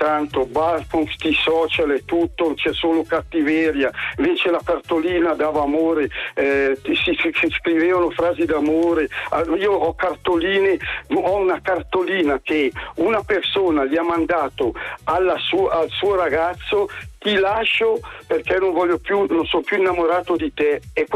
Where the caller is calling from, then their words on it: Santa Maria Hoè, Lombardy, Italy; via Vincenzo Monti, Santa Maria Oe, numero 2, 23889, in provincia di Lecco.